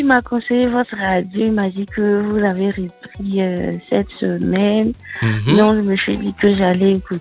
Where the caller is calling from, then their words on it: Abidjan, Côte d’Ivoire; J'appelle d'Abobo.